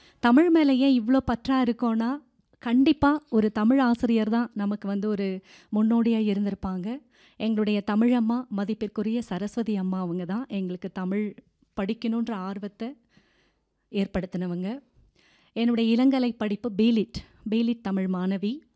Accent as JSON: {"language": "Tamil", "area": "Nilgiris district", "region": "Tamil Nadu", "country": "India", "tie": "born or raised there", "said": "நான் பிறந்து வளர்ந்ததெல்லாம் நீலகிரி மாவட்டத்தில் உள்ள மேப்பிள் எஸ்டேட் என்ற ஒரு சிறிய ஊரில் தான் பிறந்து வளர்ந்தேன். என்னுடைய பள்ளி படிப்பு அங்கே தான் நடந்தது."}